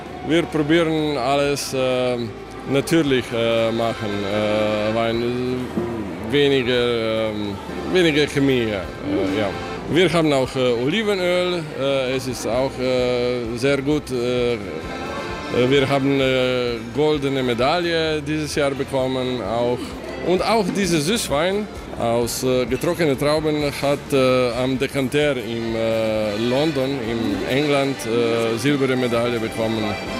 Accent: Šmartno, Goriška, Slovenia; German is a second language; wir sind aus Schmartno, aus Goriska Bürder

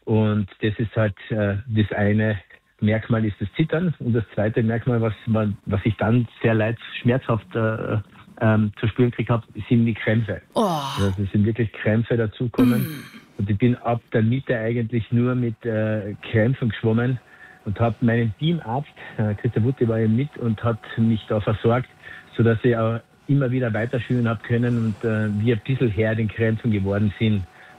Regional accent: Klagenfurt, Carinthia, Austria; für mich als Klagenfurter

